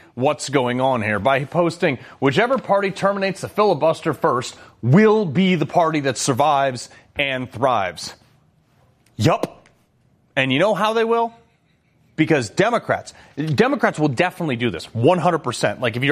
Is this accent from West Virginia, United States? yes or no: no; Connecticut, United States; Connecticut, my home state